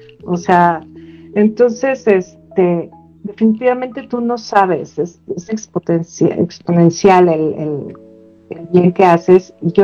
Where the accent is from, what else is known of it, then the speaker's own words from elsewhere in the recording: Mexico; los mexicanos transmitimos ese amor y esa alegría a otras culturas